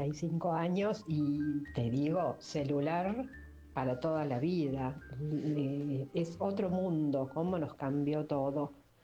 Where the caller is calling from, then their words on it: Adrogué, Buenos Aires Province, Argentina; soy de Adrogué